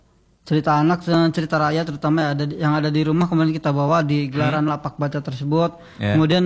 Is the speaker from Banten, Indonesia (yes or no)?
yes; Banten, Indonesia; Aku dari Taktakan kan, kampung komplek Mamur Jaya.